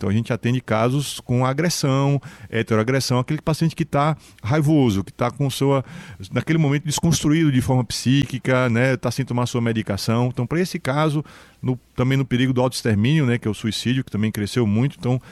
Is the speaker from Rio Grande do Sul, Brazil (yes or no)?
no; Bahia, Brazil; now in Recife, Brazil; eu sou baiano, tá? Então eu não sou pernambucano.